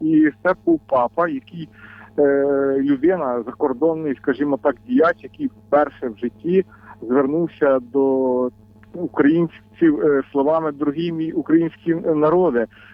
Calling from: Vinnytsia Oblast, Ukraine; я з Вінницької області

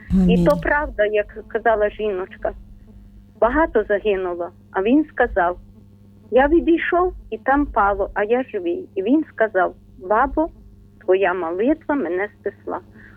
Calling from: Ternopil Oblast, Ukraine; Тернопільщина

